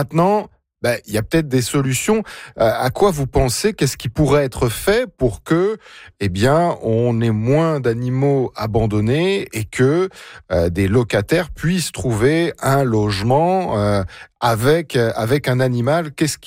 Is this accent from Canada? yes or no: no; France; moved away; moi, je suis français. En France, je possède un petit appartement à Paris